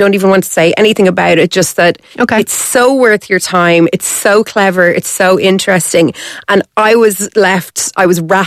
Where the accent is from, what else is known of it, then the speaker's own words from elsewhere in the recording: Ireland; if you're reading it as an Irish person